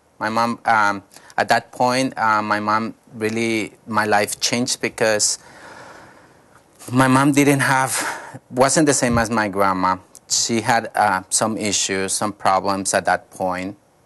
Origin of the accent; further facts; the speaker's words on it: Bogota, Bogotá Capital District, Colombia; English is a second language; I grew up in the countryside of the main city, Bogota. So I'm from Colombia. The capital is Bogota. So I grew up outside the city till I was 5 years old with my grandma.